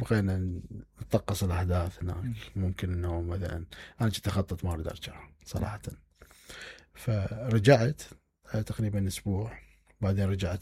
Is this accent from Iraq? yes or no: yes; Iraq; أنه مستحيل أنه تحول كليات الفنون عندنا بالعراق أنه تحولها إلى مؤسسات أكاديمية